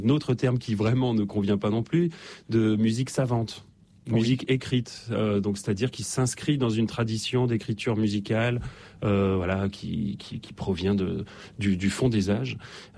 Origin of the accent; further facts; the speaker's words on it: Nîmes, Occitanie, France; quand j'étais petit et adolescent à Nîmes